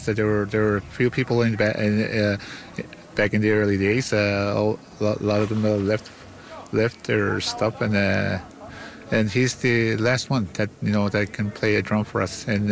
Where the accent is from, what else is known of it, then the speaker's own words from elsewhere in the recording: Davis Inlet, Newfoundland and Labrador, Canada; now in Natuashish, Canada; I'm from the Toshish, originally from Davis Inlet.